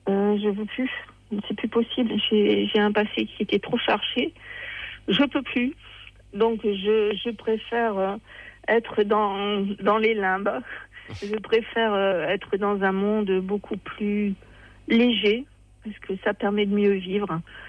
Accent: Seclin, Hauts-de-France, France; born there; c'était là où je suis née à Seclin.

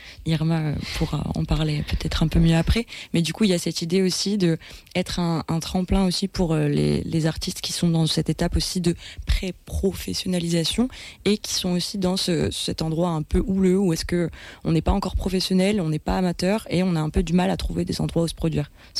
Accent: Blairville, Hauts-de-France, France

